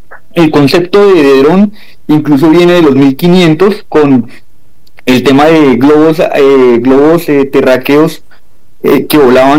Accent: Bogotá, Colombia; colombiano, moreno, pero de Bogotá, un rolo típico.

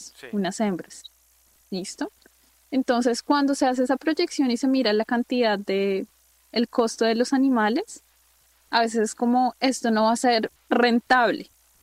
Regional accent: Colombia; Como colombianos a veces nos cuesta mirar esta parte, ¿sí?

